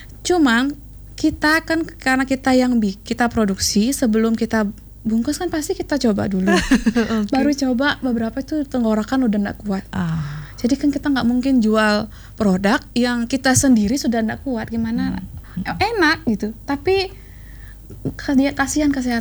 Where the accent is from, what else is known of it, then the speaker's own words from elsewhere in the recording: Bali, Indonesia; kalau kita orang Bali itu kan, bukan orang Bali, Indonesia kayaknya ya.